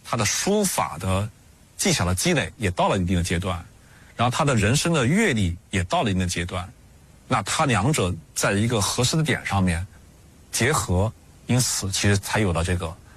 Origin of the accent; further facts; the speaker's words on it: China; 我们中国人